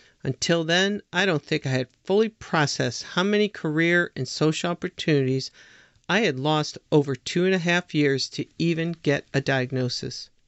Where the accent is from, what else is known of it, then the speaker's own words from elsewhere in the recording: Connecticut, United States; the fact I grew up in Connecticut, where the tick-borne disease was first found